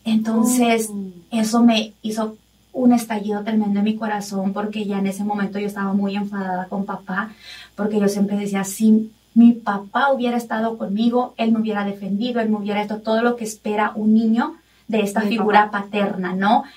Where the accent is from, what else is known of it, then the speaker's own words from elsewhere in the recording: Mexico; yo crecí en México